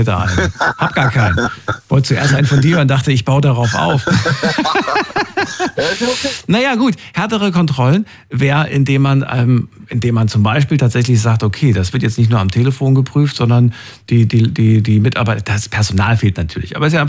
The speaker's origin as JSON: {"language": "German", "region": "Thuringia", "country": "Germany", "tie": "born there", "said": "Ich bin in Thüringen geboren, das war früher so."}